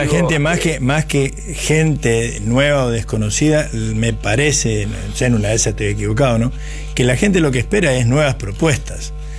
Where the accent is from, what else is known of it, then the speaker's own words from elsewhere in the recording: Bella Vista, Argentina; moved away; mi pueblo, a mi ciudad natal, a Bellavista, acá 140 kilómetros